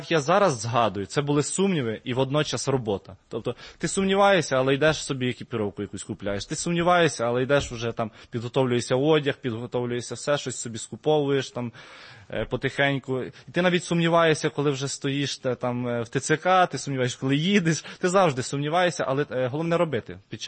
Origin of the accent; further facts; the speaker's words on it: Vinnytsia, Vinnytsia Oblast, Ukraine; Я сам з Вінниці.